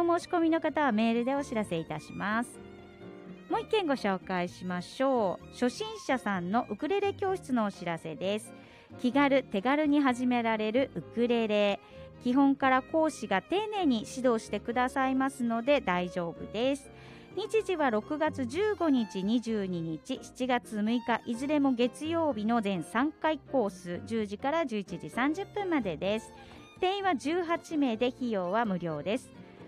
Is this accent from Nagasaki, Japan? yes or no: yes; Nagasaki, Japan; moved away; ぜひ長崎行ってください。私の実家でございますから